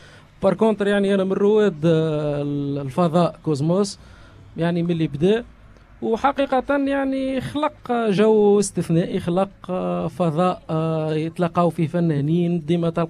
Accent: Béja, Tunisia; also born or lived in Algeria; انا يعني تربيت وكبرت في باجا، اون بليس كو سا يعني اصولي شاويه في حد ذاته.

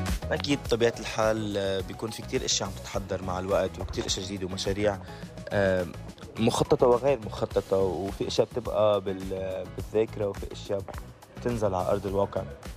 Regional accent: Lebanon; كوني أنا مخرج لبناني عم شارك بمهرجان تونسي

